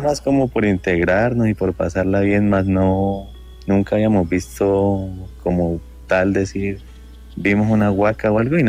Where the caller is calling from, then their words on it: Garzón, Huila, Colombia; desde acá, desde Garzón Huila.